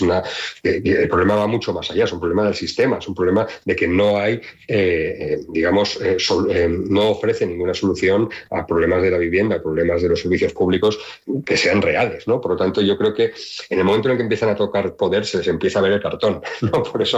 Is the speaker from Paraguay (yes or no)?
no; Valencian Community, Spain; yo soy valenciano